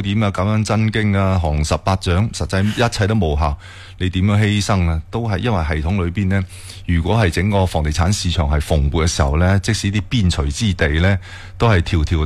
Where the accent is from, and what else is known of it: Foshan, Guangdong, China